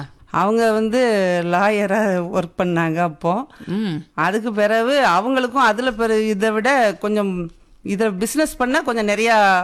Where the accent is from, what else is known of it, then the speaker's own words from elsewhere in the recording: Vazhavallan, Tamil Nadu, India; now in Thoothukudi, India; Vazhavallan.